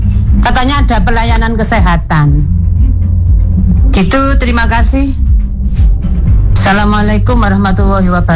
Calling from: Singosari, East Java, Indonesia; Saya sebagai warga RT 4 RW 4 Kelurahan Pagentan Kecamatan Singosari.

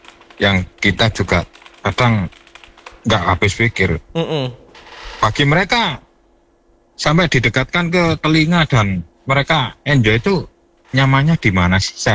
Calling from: East Java, Indonesia

